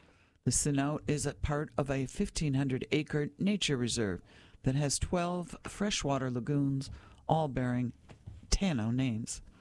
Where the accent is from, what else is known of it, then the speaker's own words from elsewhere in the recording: Trinidad & Tobago; Growing up in Trinidad had conditioned me to jungles filled with dark, murky, mysterious waterways.